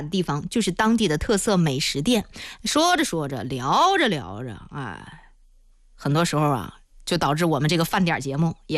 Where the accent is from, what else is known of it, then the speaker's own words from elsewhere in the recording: Zhengding, Hebei, China; 因为我本身是正定人啊，可能石家庄也会有非常好吃炸串，但是我不了解啊，我也是只是拍正定古城我从小长大的这块地儿。